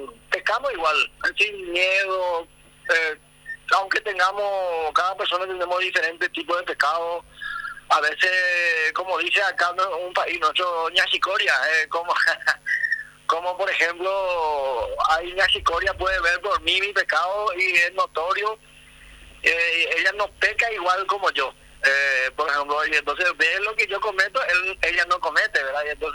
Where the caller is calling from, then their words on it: Itapúa, Paraguay; estoy llamando desde Itapúa, desde Lira.